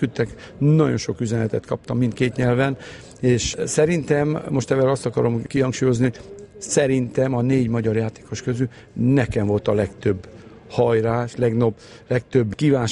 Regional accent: Transylvania, Romania; Én mivel kettős állampolgár vagyok, magyar is vagyok, román is. Ott játszok, ahol felkérnek, ahol játszok. Mivel ott élek ki, Erdélyben

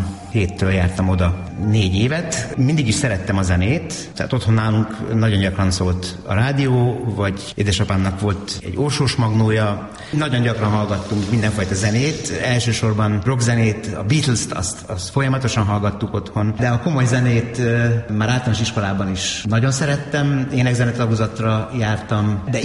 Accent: Budapest, Hungary; Igen, Budafokon nőttem fel.

